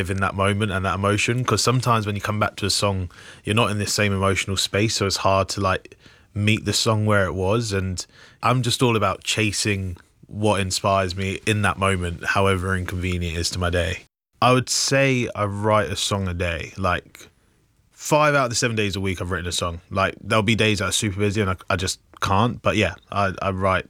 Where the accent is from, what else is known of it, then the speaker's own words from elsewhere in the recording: Luton, East of England, United Kingdom; I grew up in Luton